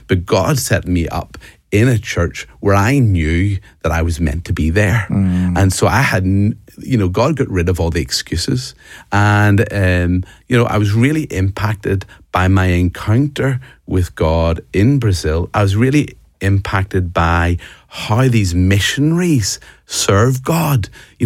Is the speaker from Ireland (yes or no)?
yes; Ireland; you might get from my accent, I'm from Ireland, and a lot of my family are builders.